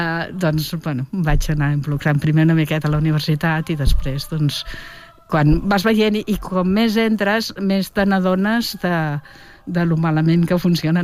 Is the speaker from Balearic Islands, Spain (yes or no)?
no; Catalonia, Spain; first language Catalan; perquè és la meva llengua, perquè sí. És el meu país i perquè me l'estimo.